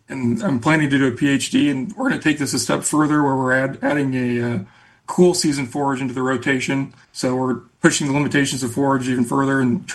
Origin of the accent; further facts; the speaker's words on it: Scott County, United States; I grew up in Scott County on a farm that had a wheat, grain, sorghum, fallow rotation.